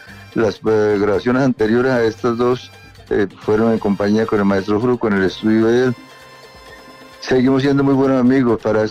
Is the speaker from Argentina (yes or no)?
no; Bucaramanga, Santander, Colombia; born there; now in Medellín, Colombia; yo llegué a Medellín muy joven, yo nací en Bucaramanga, inicié con los grupos de allá